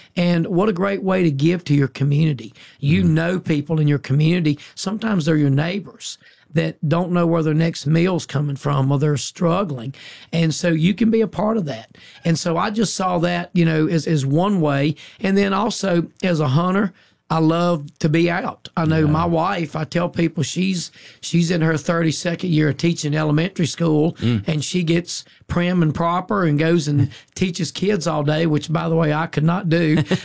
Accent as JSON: {"language": "English", "area": "Franklin County", "region": "Virginia", "country": "United States", "tie": "born or raised there", "said": "when I grew up in Franklin County, which we're only known for making moonshine and stuff like"}